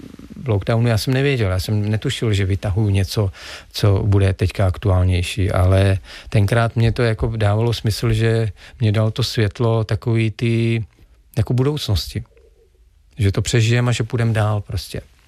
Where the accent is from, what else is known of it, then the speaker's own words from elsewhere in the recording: Broumov, Hradec Králové Region, Czechia; born there; moved away; já jsem se narodil v Broumově a že jsou to teda Sudety, jako ten kraj je, kdo tam byl, je extrémně strašně nádherný, jako krajina, skály, neuvěřitelně jako krásný, v zimě, v létě.